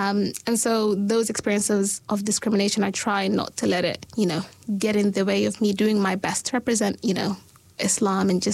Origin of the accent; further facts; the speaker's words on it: Sudan; also born or lived in United Kingdom; now in Dunedin, New Zealand; so I'm from Sudan, so obviously I'm a black Muslim and I wear the hijab. So I am black and I'm Muslim, you know, and I wear the hijab.